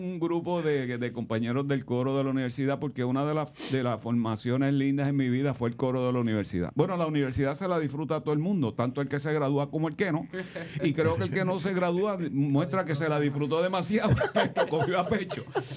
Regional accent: La Pachanga, Puerto Rico; Tú sabes, yo soy de La Pachanga, Puerto Rico. Y de La Pachanga, Puerto Rico, pues la extensión, digo, va por Carlos y por los hijos de él y los hijos de sus hijos.

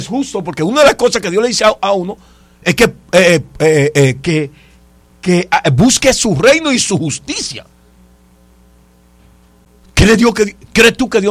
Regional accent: La Romana, Dominican Republic; born there; also born or lived in a batey (sugar-cane settlement); cuando yo vine del Batey, que una tía me dijo, te voy a llevar a vivir para la Romana.

